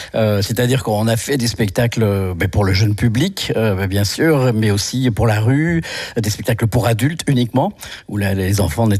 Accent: Brussels, Belgium; now in Genappe, Belgium; Je viens de Bruxelles.

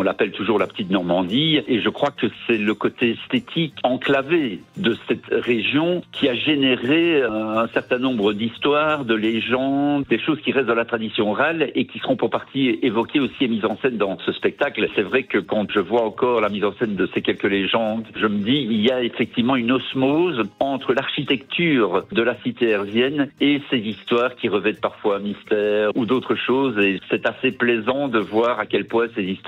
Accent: Herve, Wallonia, Belgium; moi je suis un enfant du pays, je suis né à Herve.

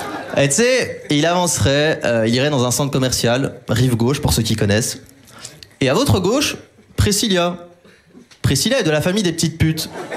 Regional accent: Wallonia, Belgium; now in Anderlecht, Belgium; Et en fait, moi, je viens pas de Bruxelles. Moi, j'ai vraiment grandi dans un petit village, vraiment un genre de village où la consanguinité, elle est tellement présente que t'as toujours l'impression de voir les mêmes têtes en boucle.

